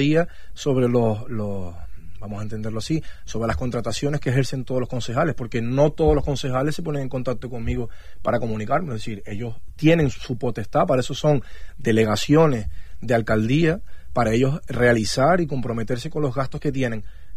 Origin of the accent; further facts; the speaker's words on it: Spain; Yo soy del Retamar.